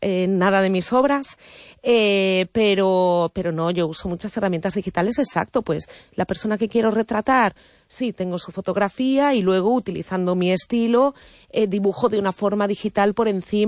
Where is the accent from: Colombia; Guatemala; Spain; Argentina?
Spain; Vigo, Galicia; Del Calvario.